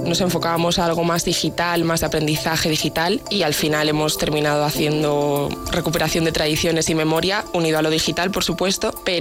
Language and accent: Spanish; Valladolid, Castile and León, Spain; also born or lived in San Miguel del Valle, Zamora; Bueno, yo aunque soy de Valladolid, tengo un pueblo en Zamora, un pueblo muy pequeñito que se llama San Miguel del Valle